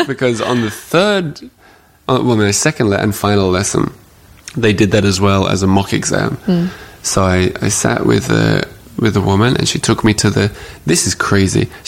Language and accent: English; Australia; now in France; I'm Australian.